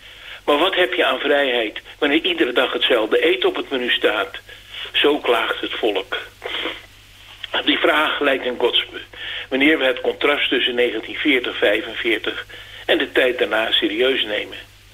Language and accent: Dutch; Amsterdam, North Holland, Netherlands; born there; Nu moet ik eerlijk bekennen dat ik daar als geboren Amsterdammer nog nooit geweest was.